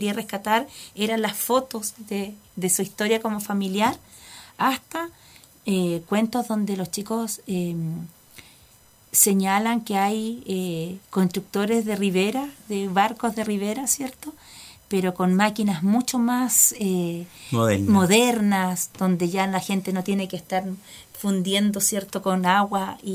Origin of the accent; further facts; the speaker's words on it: Chiloé, Los Lagos, Chile; tengamos nosotros como chilote